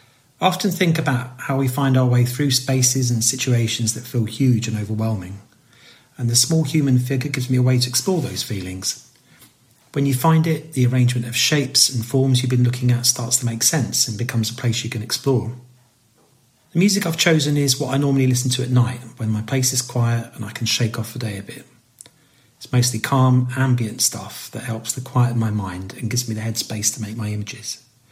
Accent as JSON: {"language": "English", "region": "London", "country": "United Kingdom", "said": "So I'm from London in the UK."}